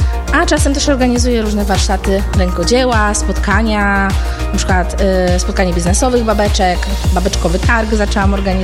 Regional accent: Tricity, Pomeranian Voivodeship, Poland; wszystkie jesteśmy babeczkami z Trójmiasta.

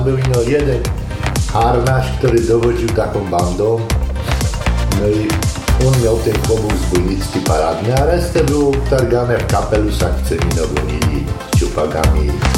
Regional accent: Beskids, Poland; accent: local dialect (gwara)

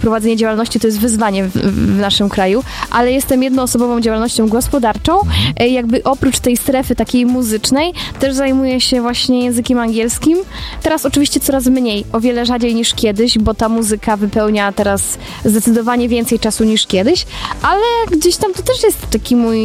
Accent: Piekary Śląskie, Silesian Voivodeship, Poland; also born or lived in Germany; Tak, to jest moje rodzinne miasto.

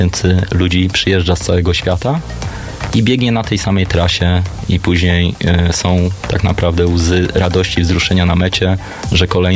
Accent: Szczecin, West Pomeranian Voivodeship, Poland; faktycznie jestem chyba pierwszym Szczecinianinem i chyba pierwszym człowiekiem z zachodniopomorskiego, któremu się udało to zrobić.

